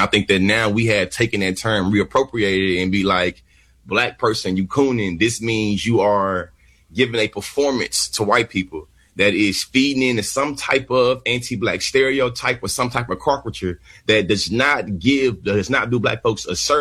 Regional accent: the South, United States

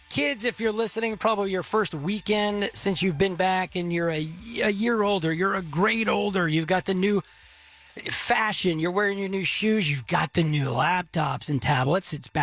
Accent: Texas, United States; I am from Texas. I am based in Texas. I am heard worldwide, but I am very proud of the great state of Texas.

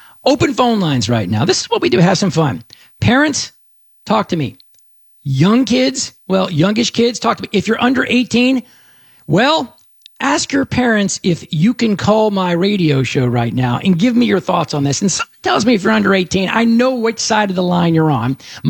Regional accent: Dallas, Texas, United States; growing up in Dallas, and Houston didn't have 7-Elevens, maybe at least not back in the day.

